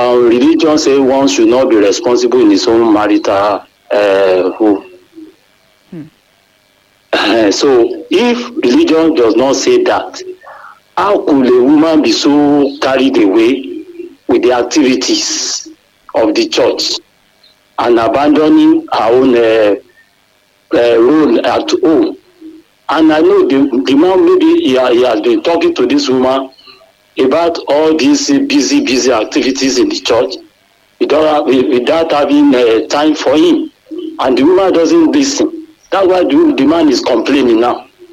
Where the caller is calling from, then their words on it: Oluwo, Nigeria; I'm calling from Oluwo.